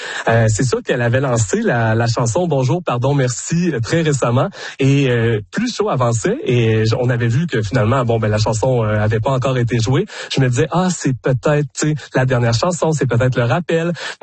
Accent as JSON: {"language": "French", "region": "Quebec", "country": "Canada", "said": "nous, en plus, en tant que Québécois"}